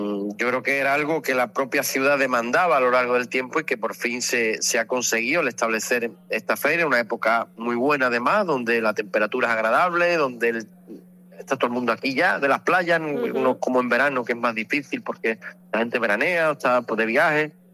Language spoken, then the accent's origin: Spanish; Huelva province, Andalusia, Spain; una provincia riquísima, una provincia como no la tiene nadie